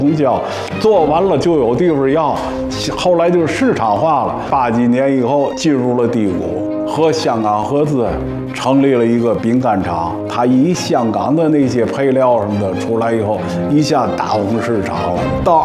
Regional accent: Tianjin, China; born there; 因为在大兴街那儿有一个院儿，我们家就住在那里头，后边就是工厂，我出生就出生在糕点厂里。

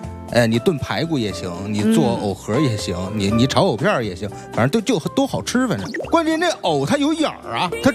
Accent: Wuhan, Hubei, China; 我们武汉人我们都爱吃藕

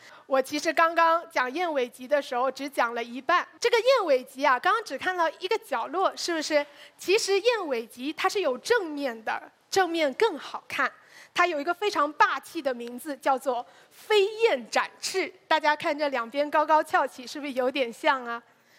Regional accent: Fujian, China

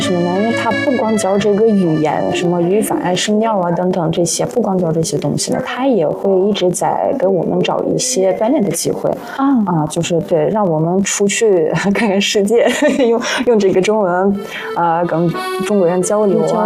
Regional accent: Russia; Chinese is a second language; 然后我们十个人当中就我一个外国人，对，就一个俄斯人。

